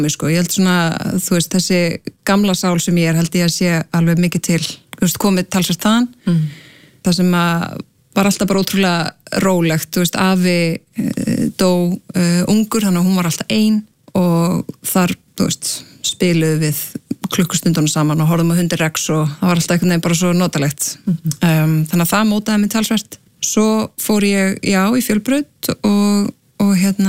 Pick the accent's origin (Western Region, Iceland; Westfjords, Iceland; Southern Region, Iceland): Western Region, Iceland; Akranes; eru tveir grunnskólar á Akranesi ólst upp á Vestugötu